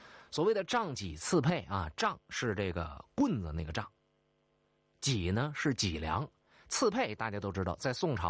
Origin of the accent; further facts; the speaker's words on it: Northeast China, China; accent: Northeastern dialect; 用我们东北话来说